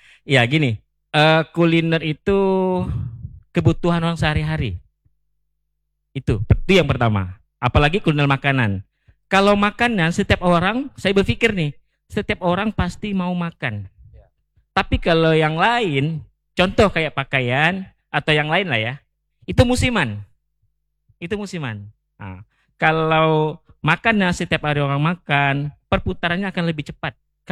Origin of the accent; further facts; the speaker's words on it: Pontianak, West Kalimantan, Indonesia; Kita memang orang asli Kota Pontianak.